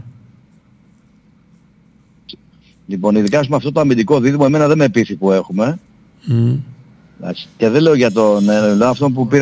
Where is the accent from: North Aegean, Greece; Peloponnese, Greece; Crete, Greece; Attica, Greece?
Peloponnese, Greece; Kalamata; η ιδιαίτερη πατρίδα μου η Καλαμάτα